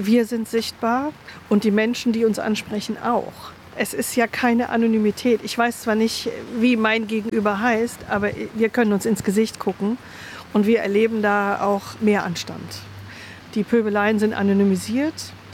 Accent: East Germany, Germany; born or raised there

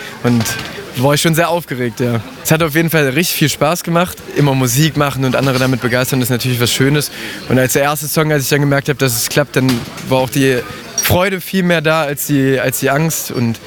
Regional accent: Nachterstedt, Saxony-Anhalt, Germany; ich bin 23 Jahre. Ich komme aus Nachterstedt, liegt ja nicht weit von hier.

